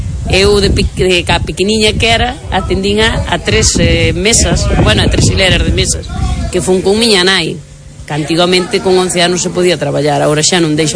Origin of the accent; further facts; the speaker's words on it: Ribeira, Galicia, Spain; San Pedro do Sarandón, Ribeira exactamente. Son de Ribeira, San Pedro Sarandón.